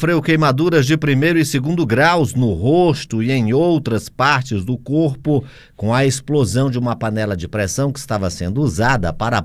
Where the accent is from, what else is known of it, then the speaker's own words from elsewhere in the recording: Teresina, Piauí, Brazil; Teresina. Minha cidade natal.